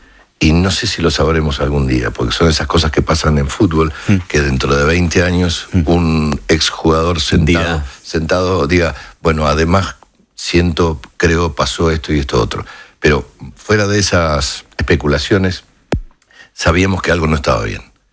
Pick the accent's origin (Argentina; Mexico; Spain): Argentina; Bien, uh-huh, como somos los argentinos.